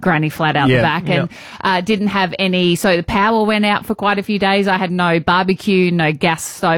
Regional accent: Queensland, Australia; growing up in Queensland, we've had massive storms and stuff before.

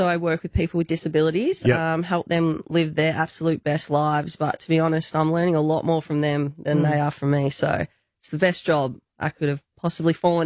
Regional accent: Mornington Peninsula, Victoria, Australia; moved away as an adult; now in Perth, Australia; I'm from the Mornington Peninsula.

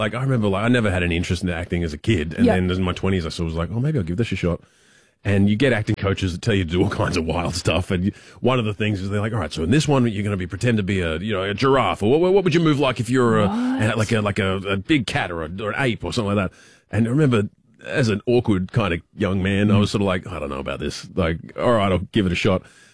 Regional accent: Australia; I'm Australian, if that helps

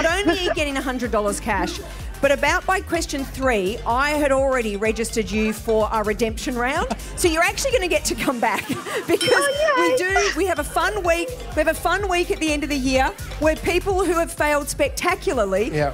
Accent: Melbourne, Victoria, Australia; Jess, I grew up in Croydon. Well, North Croydon, Wonga Park.

